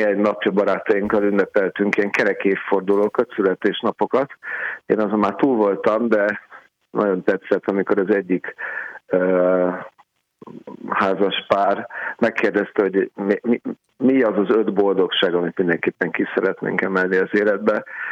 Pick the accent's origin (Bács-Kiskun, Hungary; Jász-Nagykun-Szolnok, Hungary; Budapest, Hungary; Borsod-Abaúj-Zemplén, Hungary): Budapest, Hungary; de Móricz Zsigmond körtér mellett nőttem fel, és ott a Gellért szállodában nagyon sok izgalmas autót láttam